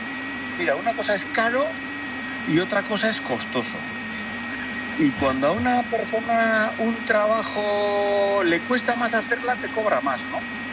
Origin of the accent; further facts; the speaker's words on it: Ondarroa, Basque Country, Spain; O sea, mi pueblo, Ondarro, antes era Dios, han llegado a tener 170 y pico barcos de altura y otros pues 50 o 70 de bajura, y hoy en día no sé si llegan a 10 en total